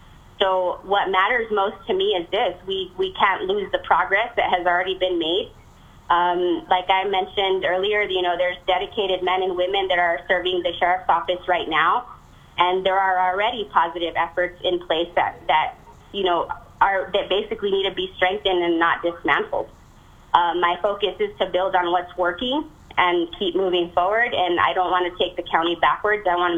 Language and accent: English; Dona Ana, New Mexico, United States; I grew up here in Doniana. This is my home, and I really care deeply about where we are headed.